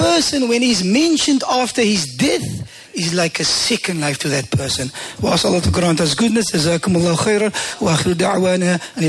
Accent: Bridgetown, Saint Michael, Barbados; I see familiar faces, that's why I can just be myself. Couldn't care less. No introduction. I'm from Bridgetown.

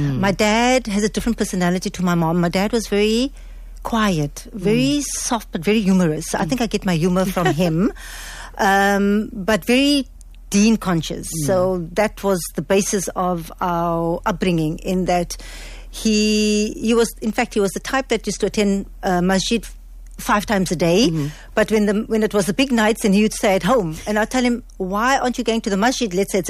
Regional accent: Cape Town, Western Cape, South Africa; I grew up in Mitchells Plain, so Portland specifically.

